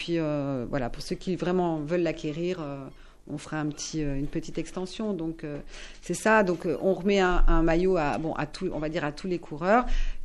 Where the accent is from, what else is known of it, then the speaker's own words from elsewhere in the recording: Auvergne-Rhône-Alpes, France; now in Longwy, France; moi, je ne suis pas de Longwy, il faut le savoir. Moi, je suis savoyarde, mais ça fait maintenant quelques années que j'habite ici.